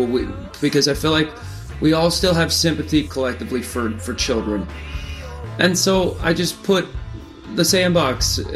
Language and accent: English; Oklahoma, United States; We're from Oklahoma. We've always had red dirt in our shoes. And this is a song that is an homage to that, where we come from.